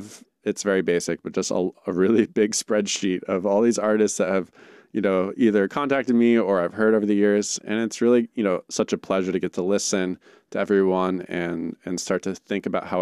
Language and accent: English; New York, United States; growing up around Caruga Lake